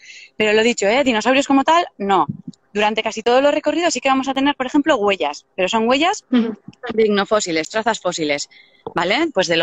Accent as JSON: {"language": "Spanish", "town": "Deba", "region": "Basque Country", "country": "Spain", "tie": "born or raised there", "also_born_or_lived": "Mutriku", "said": "yo nací en Deva y casi todo el tiempo lo estoy en Zumaya."}